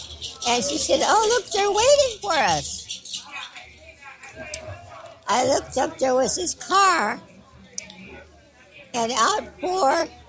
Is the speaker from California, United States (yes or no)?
yes; California, United States; because I'm not from here. I'm from the Bay Area.